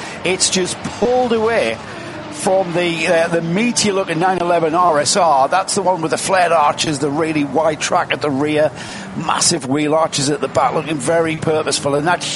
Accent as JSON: {"language": "English", "region": "England", "country": "United Kingdom", "lives_now": "Germany", "said": "Yeah, I'm sorry, I'm English, I'm British."}